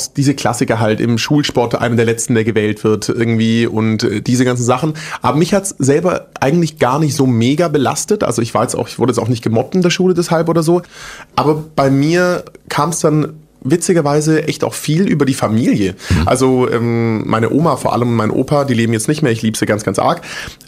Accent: Großbottwar, Baden-Württemberg, Germany; also born or lived in Stuttgart / Frankfurt; Ich bin in Stuttgart geboren, bin in so einem Kaff aufgewachsen, das heißt Großbottwar. Mhm. Also will ich da wohnen, was wohnen da 10.000, 15.000 Leute vielleicht. Bin da mit meiner Family groß geworden, bis ich 10 war.

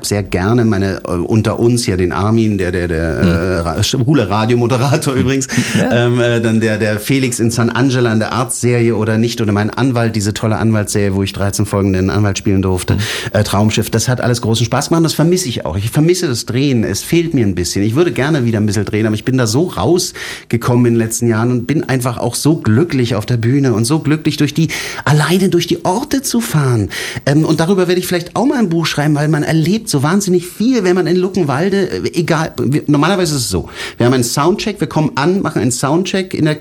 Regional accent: Italy; now in Germany; ich bin Italiener

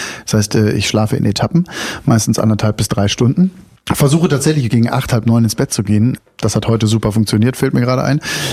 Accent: North Rhine-Westphalia, Germany; also born or lived in Berlin; now in Brandenburg, Germany; ich komme jetzt aus NRW, ne? Und da bin ich groß geworden und wenn dann die Leute sagen, ja, ich sage dann, ich lebe in Brandenburg

